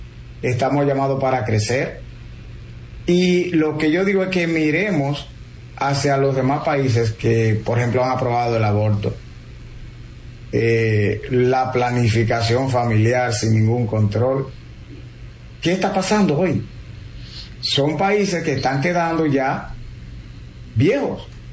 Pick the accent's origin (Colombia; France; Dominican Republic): Dominican Republic; Nosotros tenemos ese gran problema, dominicanos.